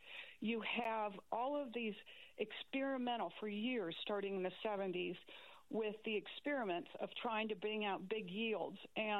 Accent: Iowa, United States; I am a former Iowan myself. I grew up in Iowa, and I really try to focus on Iowa.

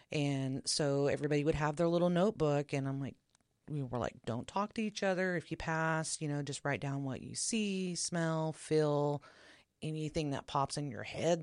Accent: Oklahoma, United States; And I'm not from here. I am from Oklahoma. I have a book called Ghostlahoma.

